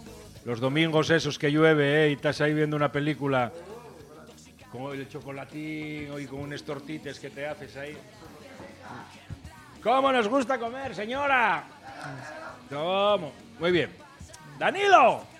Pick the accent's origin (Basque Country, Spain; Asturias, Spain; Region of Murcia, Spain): Asturias, Spain; Que somos asturianos, maldita sea.